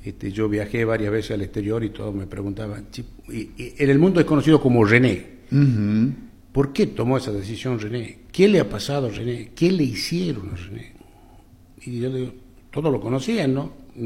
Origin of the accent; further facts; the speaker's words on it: Frías, Santiago del Estero, Argentina; moved away as an adult; also born or lived in Tucumán / Buenos Aires; now in Santiago del Estero, Argentina; yo soy oriundo de Frías.